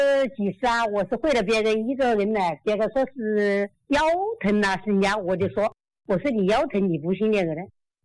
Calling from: Xiantao, Hubei, China; 我们是保和的

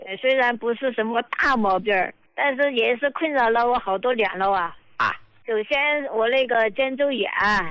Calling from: Chongqing, China; 我是重庆这边的患者

